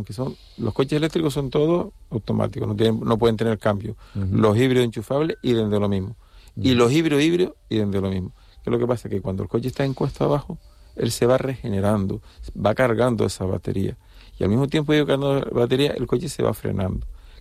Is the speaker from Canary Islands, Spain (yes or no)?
yes; Las Palmas, Canary Islands, Spain; Por ejemplo, Tenerife, aunque yo soy de origen de Las Palmas, uh-huh. pero Tenerife la conozco.